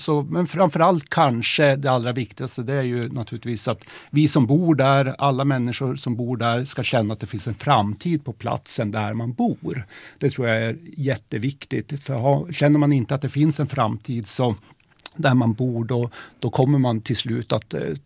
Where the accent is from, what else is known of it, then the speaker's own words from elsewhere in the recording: Norrbotten County, Sweden; är ju inte från någon av de stora städerna i Sverige, varken Stockholm, Malmö eller Göteborg, utan jag är ju från Norrbotten, uppvuxen i Norrbotten, bosatt i Norrbotten och lever ju där.